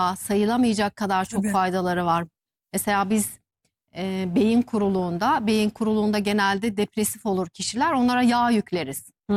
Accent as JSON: {"language": "Turkish", "region": "Kahramanmaraş", "country": "Turkey", "said": "Vallahi Maraş'tan, Kahramanmaraşlıyım ben."}